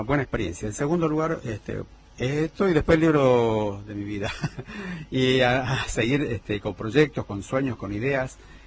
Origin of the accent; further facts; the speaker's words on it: Mina Pirquitas, Jujuy, Argentina; born there; now in San Salvador de Jujuy, Argentina; yo nací en Mina Pirquitas.